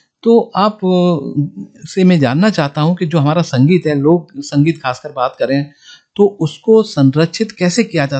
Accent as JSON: {"language": "Hindi", "town": "Jaisalmer", "region": "Rajasthan", "country": "India", "said": "हम अपने जैसलमेर की बात करें तो देखिए यहाँ पर सिंध का बॉर्डर भी लगता है, इधर पाकिस्तान का पंजाब है वो भी बॉर्डर लगता है"}